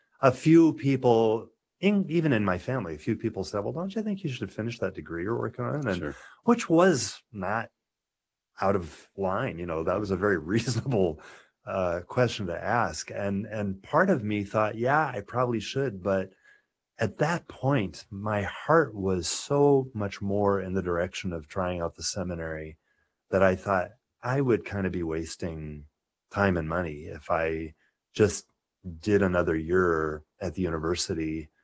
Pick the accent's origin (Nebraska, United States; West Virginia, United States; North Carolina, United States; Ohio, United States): Nebraska, United States; also born or lived in Lincoln, Nebraska; Because I grew up in the Archdiocese of Omaha.